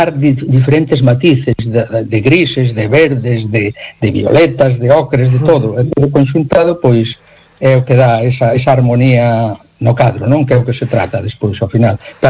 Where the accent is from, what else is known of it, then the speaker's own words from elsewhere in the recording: Lugo, Galicia, Spain; eu nacín en Lugo, aquí, no Lugo Monumental, na Plaza do Campo. Entonces, claro, cando un é dun sitio, te crías ali e pasas a adolescencia e todo eso